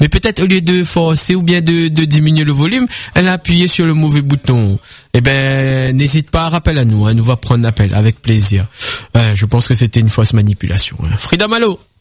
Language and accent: French; Saint-André, Réunion; moi je viens de l'Est, de Saint-André plus précisément.